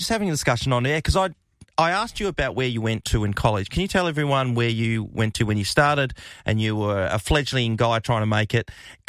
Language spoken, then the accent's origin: English; Australia; I'm an Aussie.